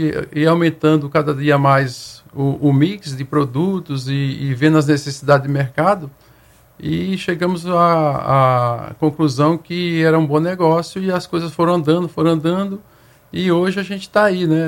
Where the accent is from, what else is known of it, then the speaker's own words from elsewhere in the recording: Sergipe, Brazil; also born or lived in Santos; now in Alagoas, Brazil; que eu vim para cá, para Alagoas, que eu sou do estado de Sergipe, mas morava em Santos, né?